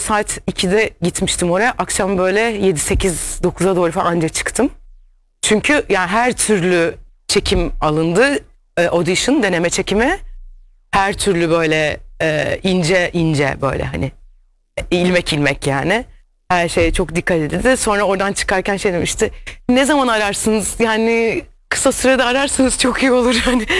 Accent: Trabzon, Turkey; also born or lived in Istanbul; Tamam hani İstanbul doğumluyum ama Karadenizli, Trabzonluyum, Trabzon sporluyum, gurur duyuyorum.

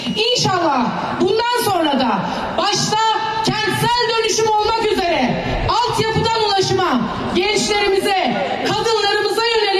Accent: Afyonkarahisar, Turkey; Afyonkarahisar'ımızı yeniden inşa etmek için memleketime

